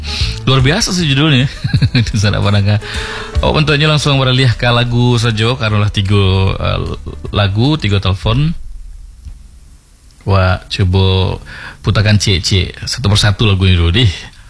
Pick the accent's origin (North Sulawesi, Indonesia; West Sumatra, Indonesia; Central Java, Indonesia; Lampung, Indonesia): West Sumatra, Indonesia; Ya, kita kan orang Minang ya. Jadi harus suka lagu-lagu Minang gitu ya, Ma.